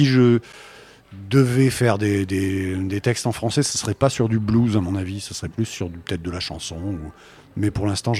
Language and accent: French; Aix-en-Provence, Provence-Alpes-Côte d'Azur, France; now in Quercy, France; je suis originaire d'Aix-en-Provence